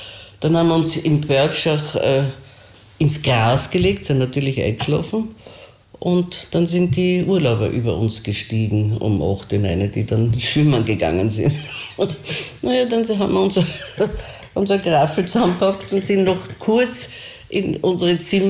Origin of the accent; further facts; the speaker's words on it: Vienna, Austria; Und als Wienerin wird mir das ja gelingen.